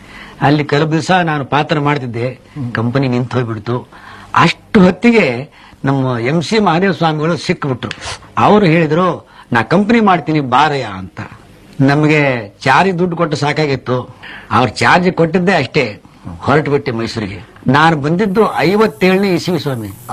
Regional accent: Hanumasagar, Karnataka, India; born there; ನಂದು ಹುಟ್ಟಿದ ಸ್ಥಳ ರಾಯಚೂರು ಡಿಸ್ಟಿಕ್ಟು ಕುಷ್ಟಗಿ ತಾಲೂಕು ಹನುಮಸಾಗರ ಅಂತ.

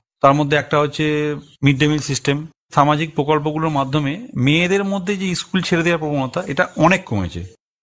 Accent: Basla Srirampur, West Bengal, India; গ্রামে একটা স্কুল আছে যেখানে আমি পড়াশোনা করেছি, স্কুলটা মাধ্যমিক স্কুল, শ্রীরামপুর রাধারানী বিদ্যা মন্দির বলে।

